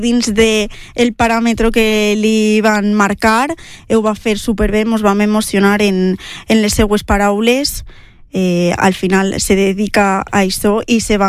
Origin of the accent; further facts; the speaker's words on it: Sant Pasqual, Valencian Community, Spain; Sí, soc de Sant Pasqual.